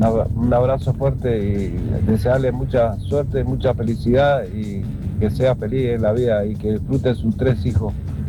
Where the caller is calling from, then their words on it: Avellaneda, Buenos Aires Province, Argentina; de Avellaneda.